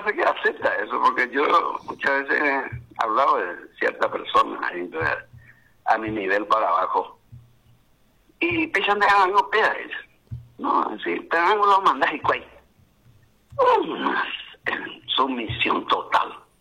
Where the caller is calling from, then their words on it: Paraguay; a mí lo que más me duele como paraguayo